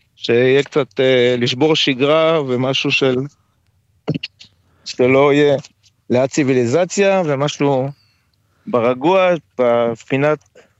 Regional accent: Northern District, Israel; born there; אני עוד מעט בן 50 ואני נולדתי פה, כן?

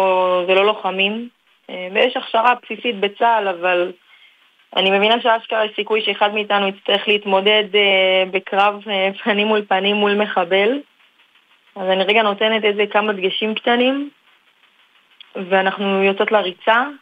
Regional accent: Jerusalem, Jerusalem District, Israel; אני בת 23 מירושלים.

